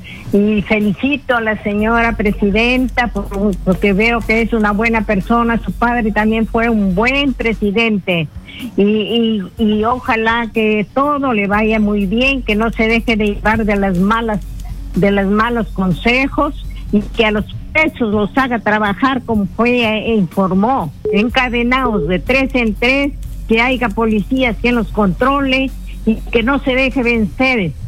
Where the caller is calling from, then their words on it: La Victoria, Lima, Peru; Estoy vivo en La Victoria.